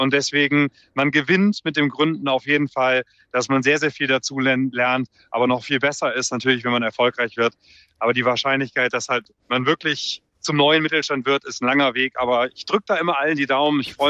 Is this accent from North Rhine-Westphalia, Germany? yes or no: yes; Cologne, North Rhine-Westphalia, Germany; Und ich bin selber Kölner.